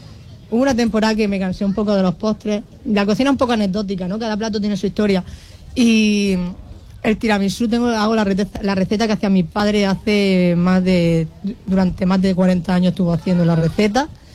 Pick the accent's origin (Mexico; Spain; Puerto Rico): Spain; Almería, Andalusia; Mi padre era italiano, yo soy de aquí de Almería